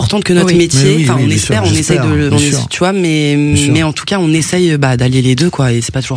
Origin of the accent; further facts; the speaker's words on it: Saint-Denis, Île-de-France, France; On a grandi à Saint-Denis dans le 93.